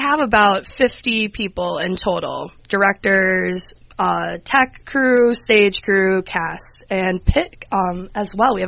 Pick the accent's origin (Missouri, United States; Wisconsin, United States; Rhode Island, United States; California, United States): Wisconsin, United States; Appleton; So I was born and raised in Appleton, Wisconsin. I was an Appleton East graduate